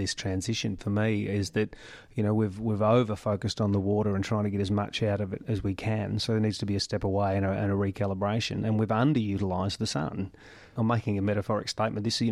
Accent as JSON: {"language": "English", "town": "Gol Gol", "region": "New South Wales", "country": "Australia", "tie": "born or raised there", "said": "when I grew up in Golgol in the early 70s, 1950s, there were still Aboriginal people living on the river in unpowered sites. You know, I'm 51."}